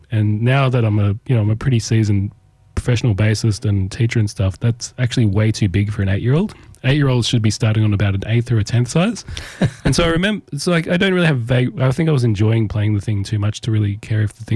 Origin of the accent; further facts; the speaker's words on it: Tamworth, New South Wales, Australia; I grew up in Tamworth, yes.